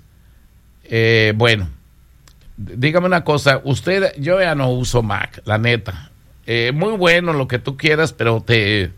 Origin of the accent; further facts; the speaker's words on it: Mexico; Claro que soy mexicano, oye. Soy mexicano, pero no tonto.